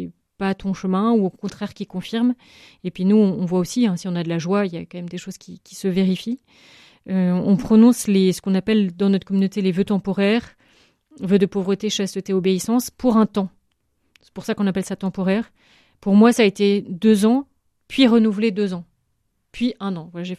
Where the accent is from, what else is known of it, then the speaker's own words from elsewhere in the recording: Brittany, France; D'abord, j'étais contente de revenir dans ma région d'origine. Et puis, toute la vie apostolique qui est à Brest est très riche.